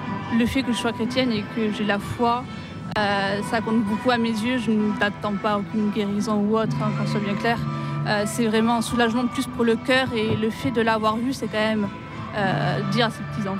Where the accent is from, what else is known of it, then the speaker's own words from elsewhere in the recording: Pau, Nouvelle-Aquitaine, France; Et vu que j'habite à côté, donc je suis originaire de Pau